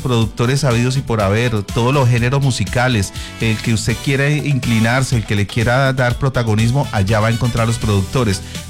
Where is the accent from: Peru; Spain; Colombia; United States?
Colombia; Cúcuta, Norte de Santander; accent: Cúcuta; Pero en realidad las personas que están fuera de Cúcuta o de Santander o de Bucaramanga sí automáticamente identifican que nosotros hablamos así un poco, ¿verdad?